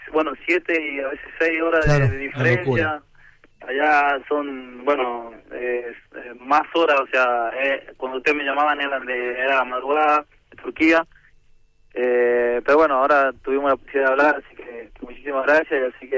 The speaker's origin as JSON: {"language": "Spanish", "town": "Yerba Buena", "region": "Tucumán", "country": "Argentina", "tie": "born or raised there", "said": "Yerba Buena es un lugar muy apasionado del golf y del fútbol."}